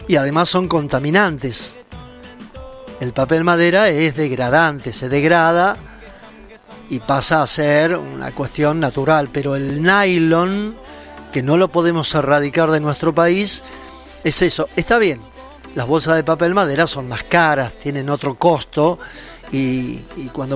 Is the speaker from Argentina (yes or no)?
yes; Villa Mercedes, San Luis, Argentina; moved away; Villa Mercedes, San Luis, me pongo de pie, che, para mi pueblo.